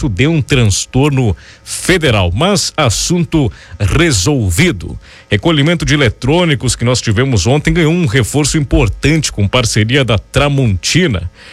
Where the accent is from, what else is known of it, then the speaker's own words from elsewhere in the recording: Rio Grande do Sul, Brazil; Eu sou gaúcho e não me leve a mal. Eu fui criado na lida de campo, matando pasto e domando bagual.